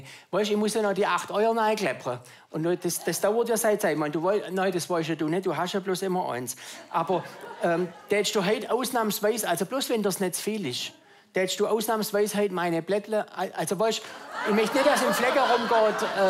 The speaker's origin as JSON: {"language": "German", "region": "Baden-Württemberg", "country": "Germany", "said": "Bei uns im Schwabenland nicht? Geht nichts"}